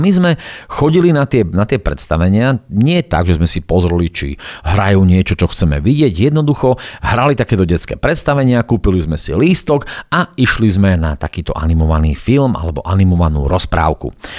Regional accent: Bardejov, Prešov Region, Slovakia; pochádzam teda z Bardejova, z malého mestečka, tu na východnom Slovensku, krásneho.

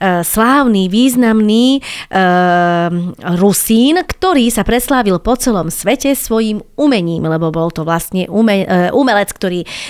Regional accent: Hostovice, Prešov Region, Slovakia; moved away; Zajdeme do dedinky, kde som vyrastala, ano? Do Hostovíc

